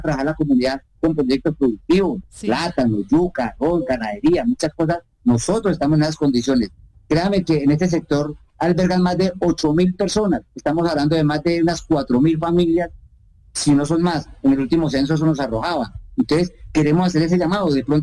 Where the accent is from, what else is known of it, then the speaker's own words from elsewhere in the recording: Chichimene, Meta, Colombia; Cuando uno habla que soy de Chichimene, que estamos en Chichimene